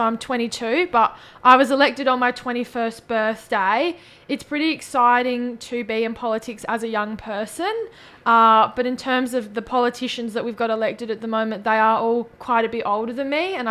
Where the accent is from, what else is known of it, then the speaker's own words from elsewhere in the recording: Yankalilla, South Australia, Australia; also born or lived in Normanville; I actually grew up in Yankalilla and Normanville.